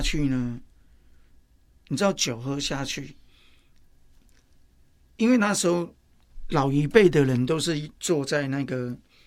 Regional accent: Tainan, Taiwan; 我是在台南眷村长大、嗯，那台南眷村分很多，我爸爸把我放到别的眷村。

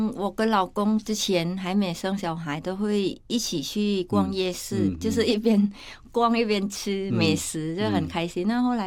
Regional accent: Thailand; now in Taiwan; 就是因为我公公他也了解我是从泰国过来，他就每次都是鼓励我

